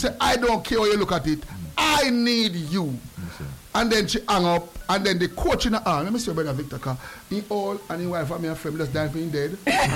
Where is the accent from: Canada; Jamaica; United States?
Jamaica; For those who dare America as a Jamaican, I know, say, yo, it take a whole heap and a whole heap of stuff.